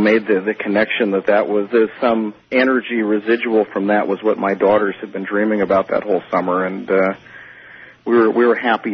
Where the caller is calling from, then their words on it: Sacramento, California, United States; from Sacramento.